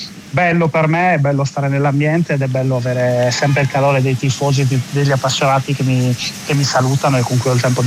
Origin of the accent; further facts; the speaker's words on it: Sardinia, Italy; now in Lugano, Switzerland; Sarò in Sardegna la settimana prossima, nella mia terra, dove ho la possibilità di tornare più spesso rispetto a quando correvo